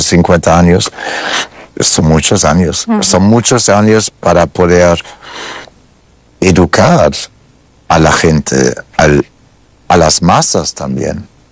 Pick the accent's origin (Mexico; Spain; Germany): Germany; born or raised there; first language German; Spanish is a second language